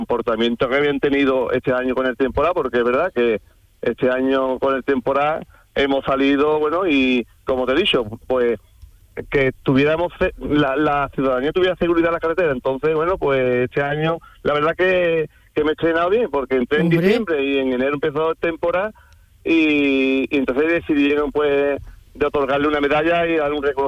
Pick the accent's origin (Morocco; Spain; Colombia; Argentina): Spain; Medina Sidonia, Andalusia; Pues mira, yo estoy ahora mismo en Medina Sidonia, que es mi pueblo, un pueblo de Cádiz, un pueblo súper bonito y muy típico